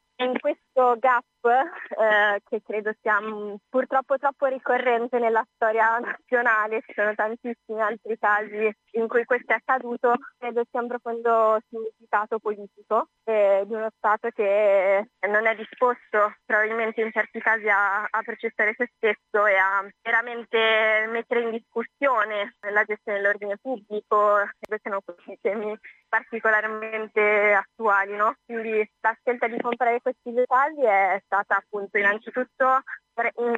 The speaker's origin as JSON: {"language": "Italian", "town": "Bologna", "region": "Emilia-Romagna", "country": "Italy", "said": "a me interessa molto il tema della memoria storica, sono laureata in storia contemporanea, sono bolognese"}